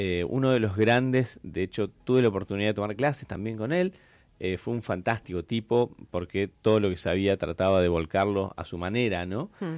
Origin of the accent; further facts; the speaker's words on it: Argentina; Somos los argentinos, somos emocionantes, pero por momentos, viste, somos fríos.